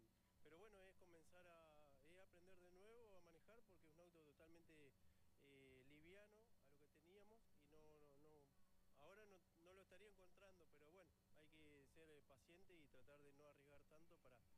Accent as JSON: {"language": "Spanish", "region": "Entre Ríos", "country": "Argentina", "tie": "born or raised there", "moved": "yes", "lives_now": "Puerto Madryn, Argentina", "said": "Yo de chiquito veía rally en Entre Ríos, porque soy de ahí"}